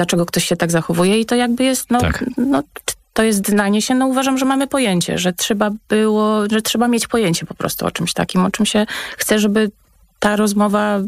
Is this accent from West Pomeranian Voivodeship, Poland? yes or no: yes; Świdwin, West Pomeranian Voivodeship, Poland; moved away; also born or lived in Koszalin / Kraków; Z Koszalina, teraz rodzice mieszkają ze Świdwina, jestem ze Świdwina